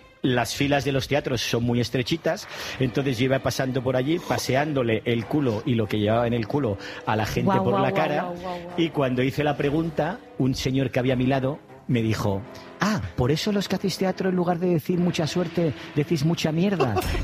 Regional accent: L'Hospitalet de Llobregat, Catalonia, Spain; Hombre, a ver, soy de Hospitalet, alguna cosa pillo.

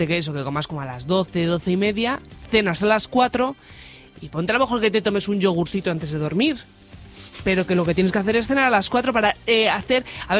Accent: Spain; yo soy defensora de España, de los afortunados que somos.

